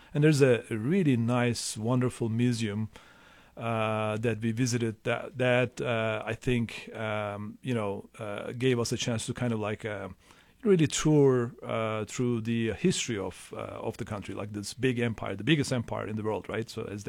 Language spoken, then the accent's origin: English; Turkey; moved away; growing up in Turkey, during a time when Turkey started opening up to the rest of the world